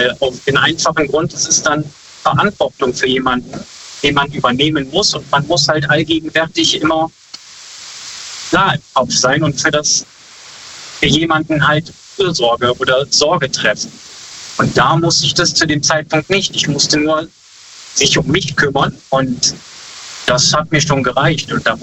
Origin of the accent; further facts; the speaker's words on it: Brüggen, North Rhine-Westphalia, Germany; Ich komme eigentlich aus Brüggen, bin aber quasi unterwegs als Berufskraftfahrer.